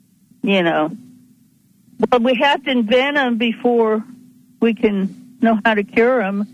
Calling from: Kansas, United States; … in Kansas.

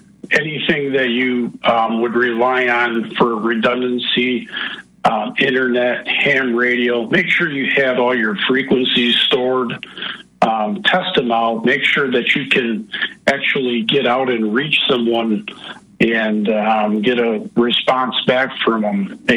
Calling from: Michigan, United States; from Michigan.

